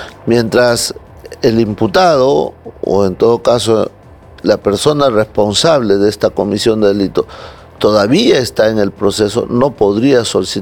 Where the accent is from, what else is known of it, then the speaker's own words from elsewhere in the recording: Peru; nosotros como peruanos